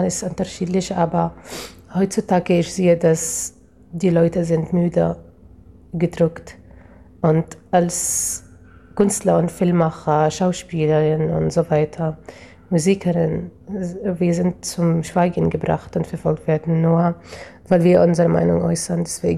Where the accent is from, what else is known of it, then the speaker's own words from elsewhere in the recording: West Bank, Palestine; German is a second language; Erstens fühlt sich gut, weil ich bin mit Familie, mit meiner Heimatstadt, wo ich kann auch meine Muttersprache sprechen